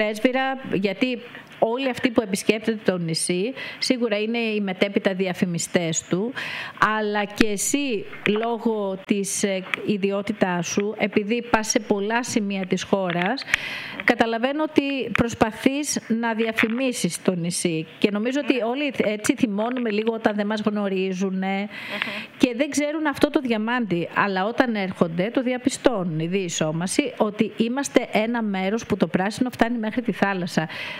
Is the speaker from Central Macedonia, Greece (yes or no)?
no; Samos, North Aegean, Greece; είμαστε από τη Σάμου